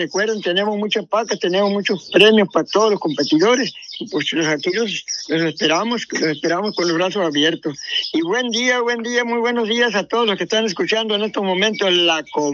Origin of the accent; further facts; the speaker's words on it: Cócorit, Sonora, Mexico; yo soy de las personas que aquí nací en Cocori, y yo en verdad sí amo a Cocori.